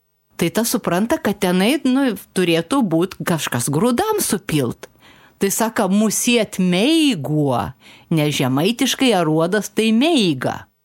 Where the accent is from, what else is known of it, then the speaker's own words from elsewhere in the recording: Aukštaitija, Lithuania; accent: Aukštaitian Utena dialect; Aš aukštaitė, taigi daugiausia apie savo kraštų ir žinau.